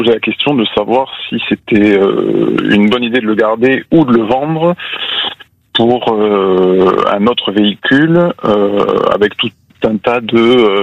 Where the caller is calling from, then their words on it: Arès, Nouvelle-Aquitaine, France; À Arès, c'est nord du bassin d'Arcachon.